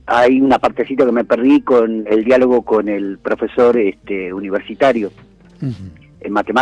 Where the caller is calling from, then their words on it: La Plata, Buenos Aires Province, Argentina; Soy de La Plata